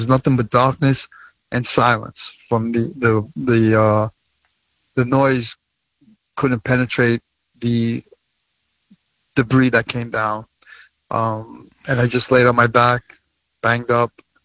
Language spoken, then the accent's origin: English; Brooklyn, New York, United States; I knew people from my neighborhood growing up in Brooklyn that I worked in the building, in the World Trade Center, stockbrokers, and they perished in the building.